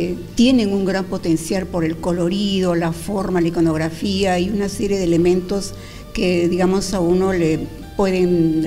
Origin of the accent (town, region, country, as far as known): Peru